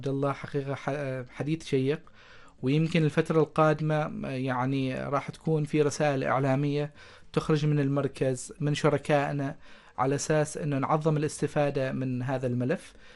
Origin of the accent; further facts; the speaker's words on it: Oman; عندنا في سلطنة عمان